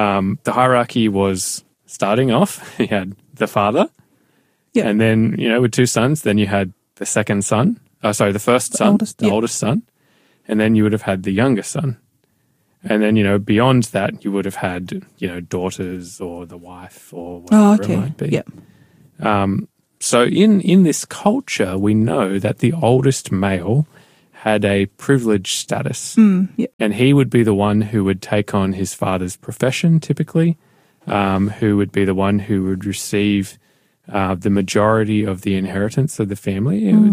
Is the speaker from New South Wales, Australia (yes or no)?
yes; Newcastle, New South Wales, Australia; now in Melbourne, Australia; And when I'm in Australia … from Melbourne. Although usually I say, I'm from Newcastle, because that's kind of my cultural identity as well.